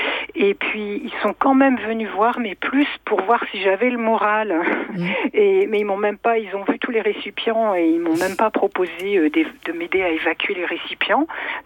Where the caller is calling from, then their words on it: Quimper, Brittany, France; je vous appelle de Quimper, donc à l'ouest de la Bretagne, dans le Finistère Sud, où on a souvent beaucoup d'eau, beaucoup de pluie.